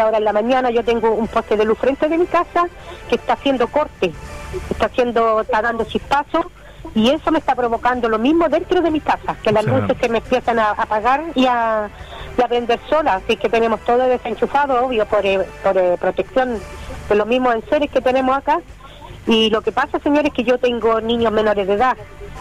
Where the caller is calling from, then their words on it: Coronel, Biobío, Chile; yo lo estoy llamando de acá, del sector de Lagunillas Verdes, de Coronel.